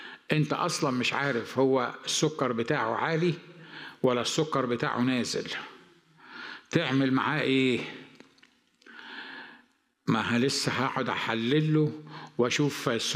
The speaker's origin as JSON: {"language": "Arabic", "region": "Upper Egypt", "country": "Egypt"}